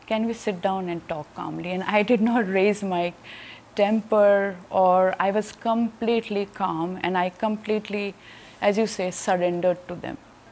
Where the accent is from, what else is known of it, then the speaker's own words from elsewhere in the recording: India; English is a second language; there is an outsider, because obviously I'm an outsider, even if I'm an Indian, you know.